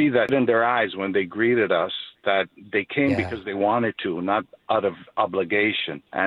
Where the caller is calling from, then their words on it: Toronto, Ontario, Canada; I'm calling from Toronto